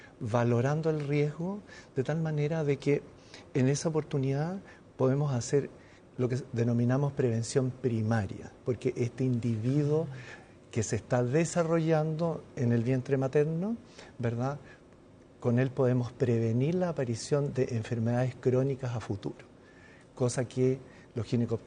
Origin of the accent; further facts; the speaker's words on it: Chile; como población chilena por lo menos estamos profundamente afectados en términos metabólicos